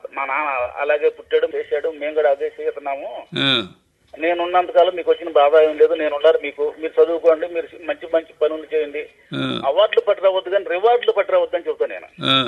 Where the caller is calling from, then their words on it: Machilipatnam, Andhra Pradesh, India; నేను కృష్ణా జిల్లా మచిలీపట్నం నుంచి … మాట్లాడుతున్నానండి.